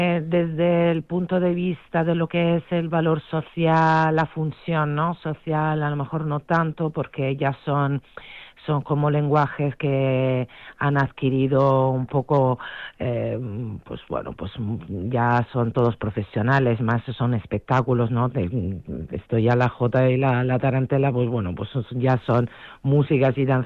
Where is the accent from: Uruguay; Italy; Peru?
Italy; moved away as an adult; now in Spain; Yo soy italiana, llevo aquí 26 años